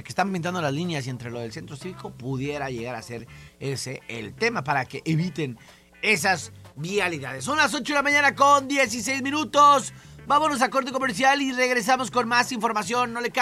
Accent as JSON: {"language": "Spanish", "country": "Mexico", "moved": "yes", "lives_now": "United States", "said": "O sea, entre semanas soy mexicano, pero para el viernes, U.S. citizen."}